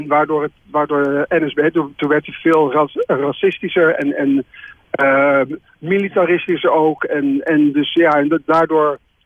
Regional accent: Haarlem, North Holland, Netherlands; Dus ik ben ook een geboren Haarlemmer, dus dat is niks om trots op te zijn.

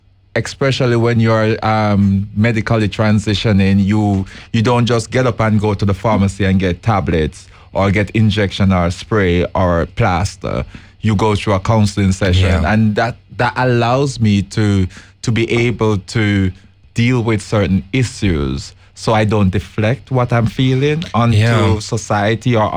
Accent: Jamaica; now in Netherlands; coming to the Netherlands, I'm from Jamaica.

